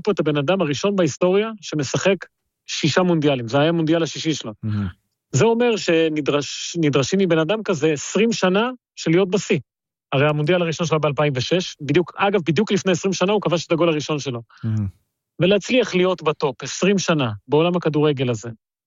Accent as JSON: {"language": "Hebrew", "country": "Argentina", "also_born_or_lived": "Ecuador", "said": "כן, אני ארגנטינאי. אני נולדתי באקוודור, הורים שלי מארגנטינה, סתם הם עבדו פשוט באקוודור"}